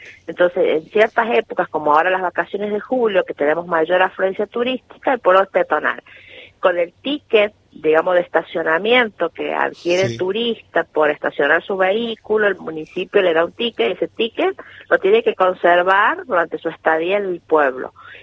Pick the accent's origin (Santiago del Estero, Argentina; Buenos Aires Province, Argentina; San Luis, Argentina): San Luis, Argentina; La Carolina